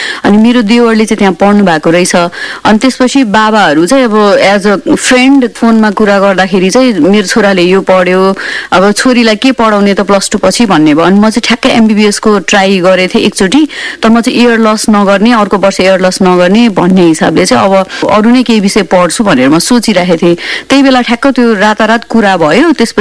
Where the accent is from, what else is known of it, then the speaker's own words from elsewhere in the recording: Kathmandu, Bagmati, Nepal; also born or lived in Jhapa; So जन्म चाहिँ त्यहाँ भयो, तर अब मेरो सम्पूर्ण म हुर्किने, मैले पढ्ने एभ्रिथिङ यतै काठमाडौँमै भएको हो।